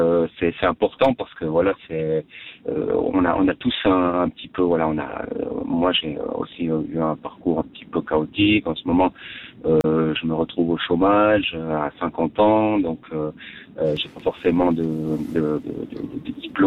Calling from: Sion, Valais, Switzerland; je téléphone de Sion.

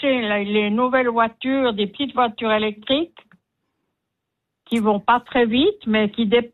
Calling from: Écublens, Vaud, Switzerland; je suis à Écublens, je suis tout près de chez vous.

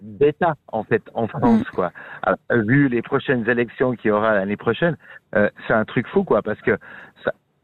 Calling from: Switzerland

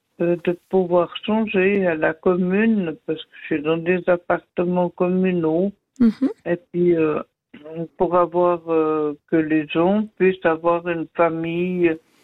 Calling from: La Tour-de-Peilz, Vaud, Switzerland; moi je suis à la Tour de Paix.

